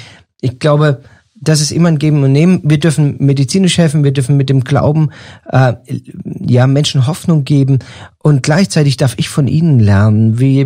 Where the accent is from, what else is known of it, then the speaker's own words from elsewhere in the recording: Germany; moved away as an adult; now in Peru; Als Deutscher ist man es gewohnt, morgens zum Bäcker zu gehen und Brötchen zu holen